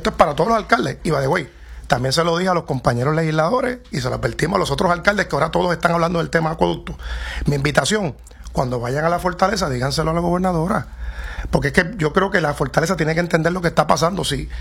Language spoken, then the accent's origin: Spanish; San Juan, Puerto Rico; Esto no podemos aceptar, como puertorriqueños, como sanjuaneros, que mi realidad del día es que tengo que tener cisterna para estar bien.